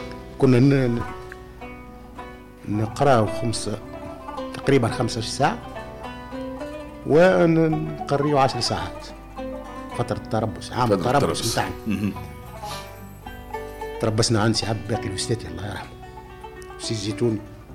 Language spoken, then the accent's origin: Arabic; Bizerte Governorate, Tunisia; مدرسة النشماء في جميم في مسقط رأسي